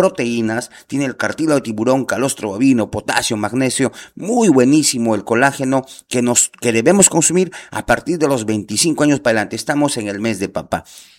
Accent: Andahuaylas, Apurímac, Peru; yo soy de la sierra, yo soy de Andahuaylas

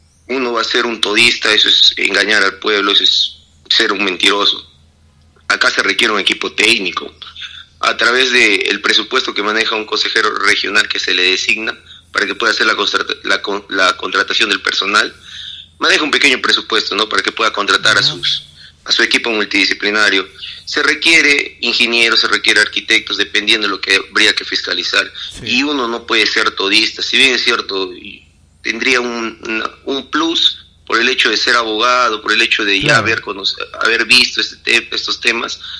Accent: Tocache, San Martín, Peru; born there; tocachino de nacimiento

